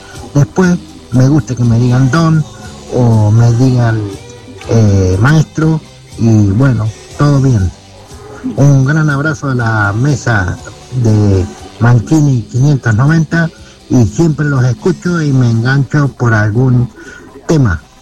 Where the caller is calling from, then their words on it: Justo Daract, San Luis, Argentina; de la Ruta Provincial 14, de Justo Ará, provincia de San Luis.